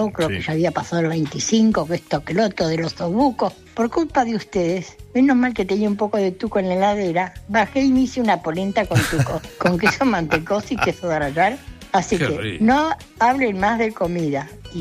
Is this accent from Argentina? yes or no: yes; Lanús, Buenos Aires Province, Argentina; de Lanús Oeste, tengo 85 años.